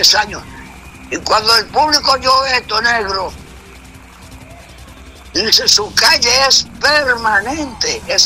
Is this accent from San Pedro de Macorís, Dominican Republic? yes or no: no; San Ignacio de Sabaneta, Santiago Rodríguez, Dominican Republic; a mi pueblo Santiago Rodríguez